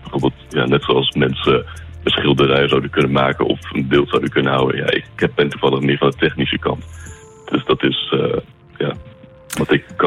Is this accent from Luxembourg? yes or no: yes; Luxembourg; Want ik ben Nederlander, maar ben in het buitenland opgegroeid, inderdaad. En dus in Luxemburg.